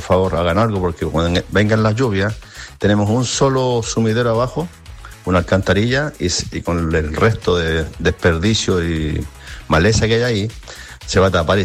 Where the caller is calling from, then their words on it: Valparaíso, Chile; Yo soy vecino acá del Cerro de los Lecheros.